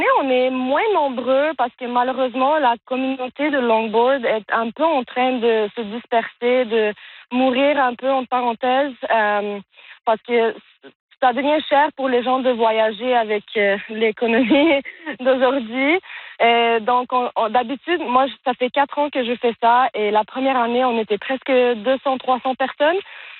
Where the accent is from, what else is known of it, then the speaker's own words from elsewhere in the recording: Montreal, Quebec, Canada; Moi, je suis de Montréal, originalement.